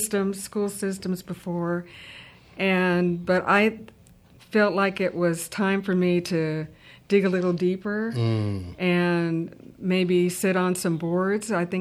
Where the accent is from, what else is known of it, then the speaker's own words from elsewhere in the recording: Tucson, Arizona, United States; moved away as an adult; Well, originally, I'm from Tucson, Arizona.